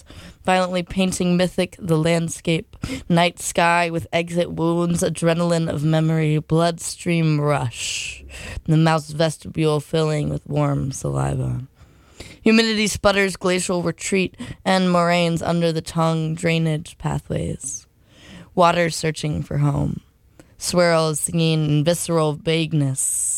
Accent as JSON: {"language": "English", "town": "Brunswick", "region": "Maine", "country": "United States", "tie": "born or raised there", "also_born_or_lived": "Nashville, Tennessee", "moved": "yes", "said": "my hometown in Brunswick, Maine."}